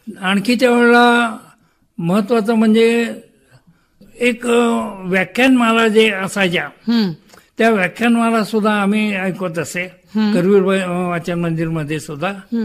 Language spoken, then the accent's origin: Marathi; Kolhapur, Maharashtra, India; तर 11वी पर्यंत मी कोल्हापुरातच शिकायला होतो आणि माझं बालपण माझ्या सुदैवाने एका चांगल्या शाळेत झालं.